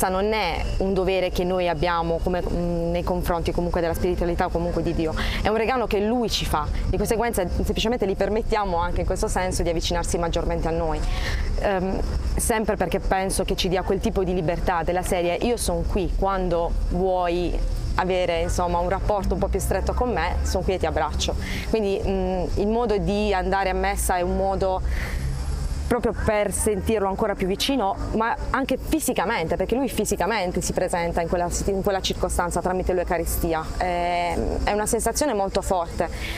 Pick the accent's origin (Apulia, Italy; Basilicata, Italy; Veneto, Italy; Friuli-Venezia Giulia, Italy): Apulia, Italy; Bari; vengo da Bari, dall'Italia.